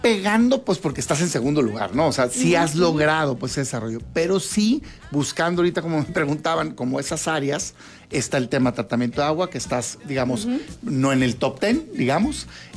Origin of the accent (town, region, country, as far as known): Mexico